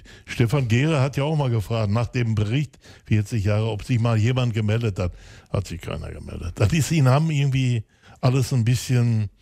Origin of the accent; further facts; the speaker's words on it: Hamm, North Rhine-Westphalia, Germany; Ich bin gebürtiger Bockumhöhler, da wo ich jetzt wieder bin